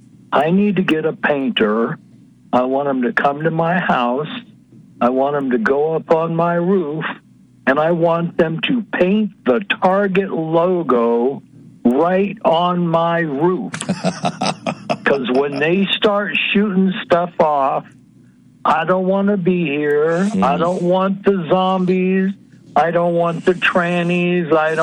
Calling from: Idaho, United States; in Idaho.

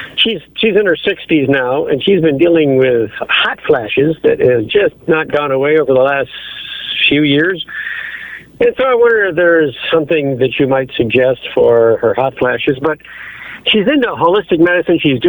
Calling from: Coralville, Iowa, United States; I'm calling from Coralville, Iowa, and I love the Dr. Bob Show.

